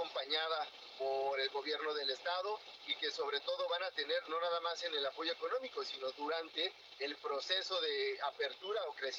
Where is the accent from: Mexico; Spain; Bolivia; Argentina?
Mexico; Zacatecas